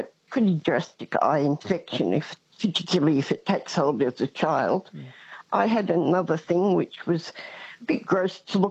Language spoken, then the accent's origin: English; Central Australia, Australia; growing up in Central Australia, my life and my brother's life were indeed touched by Fred Hollow in a very meaningful way.